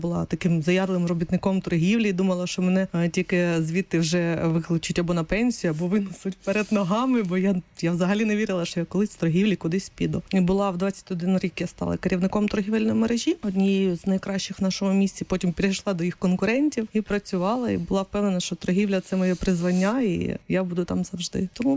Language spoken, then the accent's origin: Ukrainian; Mariupol, Donetsk Oblast, Ukraine; moved away as an adult; also born or lived in Zaporizhzhia; Народилася і виросла до 29 років, жила переважно в Маріуполі, але на момент 2014 року я приїхала в Запоріжжя.